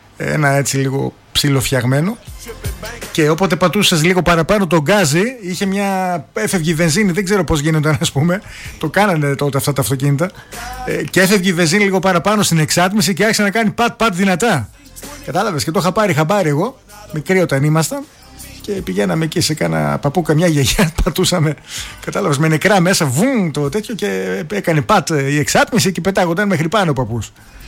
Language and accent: Greek; Thessaloniki, Central Macedonia, Greece; μεγαλώσαμε έτσι στις Αλάνες τότε. Εμείς ειδικά που ήμασταν εδώ, Τούμπα, που ήταν ακόμα, ξέρεις, πολύ, πολύ Αλάνα